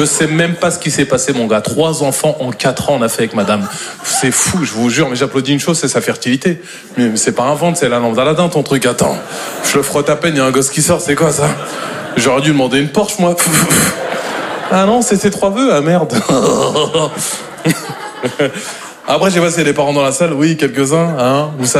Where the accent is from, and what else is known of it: Normandy, France